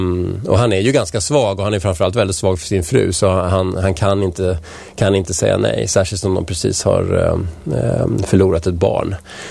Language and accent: Swedish; Vällingby, Stockholm County, Sweden; also born or lived in Strängnäs; now in Nacka, Sweden; Jag kom från Vällingby från början och sen har jag bott i stan och jag har bott i Strängnäs då, som sagt. Men vi flyttade hit 2007 och vi blev kära i området direkt.